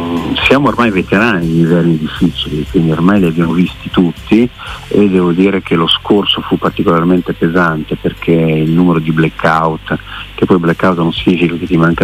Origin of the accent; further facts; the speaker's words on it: Milan, Lombardy, Italy